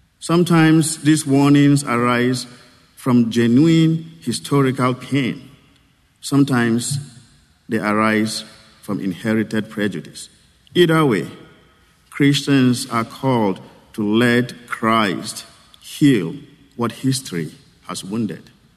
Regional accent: Nigeria; moved away; I'm originally from Nigeria

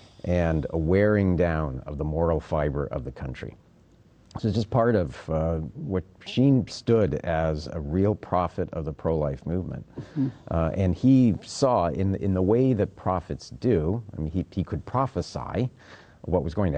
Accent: Hawaii, United States; I grew up in Hawaii.

